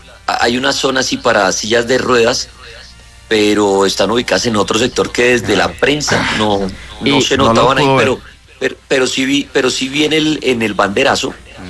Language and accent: Spanish; Colombia; himno de la selección Colombia, todo el estadio cantándolo, fue espectacular. Claro, uno ahí dice mi tierrita, mi país.